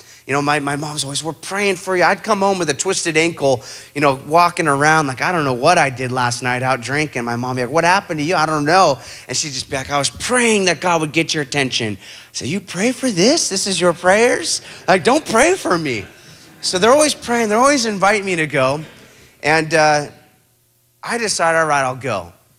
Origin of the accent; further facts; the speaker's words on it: Huntington Beach, California, United States; I think we stashed the other one in my dad's garage in my hometown. So I get stitched up by the dock in Coronado, San Diego, and I go, I'm gonna go back and go drink that other keg of beer. So I make my way back to Huntington.